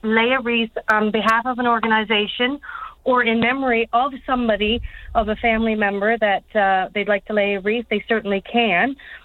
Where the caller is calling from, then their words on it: Grand Falls-Windsor, Newfoundland and Labrador, Canada; Actually, I'm calling from the Royal Canadian Legion Branch 12 in Grenfell's Windsor.